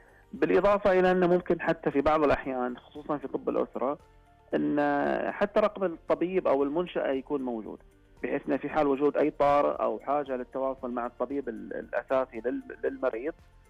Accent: Saudi Arabia; وهيئة الصحة العامة عندنا في السعودية وقاية

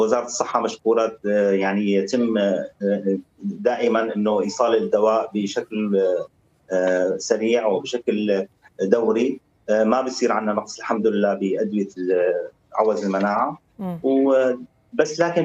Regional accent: Syria

